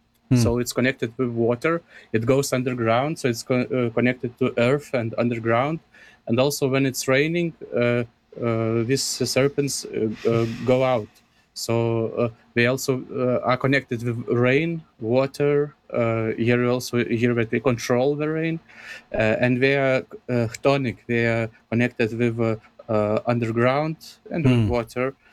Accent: Lithuania; English is a second language; growing up in Lithuanian culture, I was used to have two separate words for these animals.

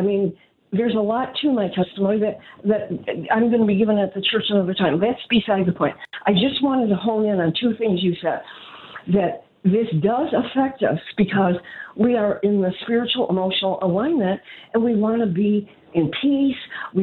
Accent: Chicago, Illinois, United States; when I grew up in Chicago with all this trauma

